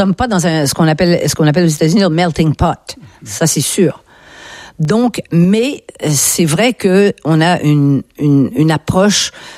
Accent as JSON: {"language": "French", "region": "Quebec", "country": "Canada", "lives_now": "France"}